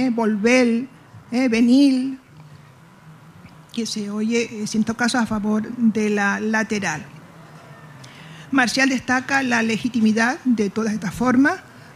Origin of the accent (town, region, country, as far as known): La Palma, Canary Islands, Spain